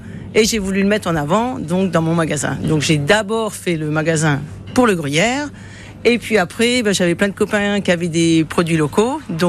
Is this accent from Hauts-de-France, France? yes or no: no; Fontenoy, Bourgogne-Franche-Comté, France; Ah non, moi je suis de Fontenoy. Enfin, j'habitais Fontenoy juste à côté. Bon, maintenant j'ai déménagé, c'est une autre histoire.